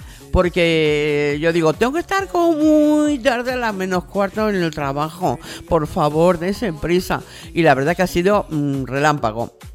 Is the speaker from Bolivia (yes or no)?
no; Salamanca, Castile and León, Spain; como dicen en mi tierra, en Salamanca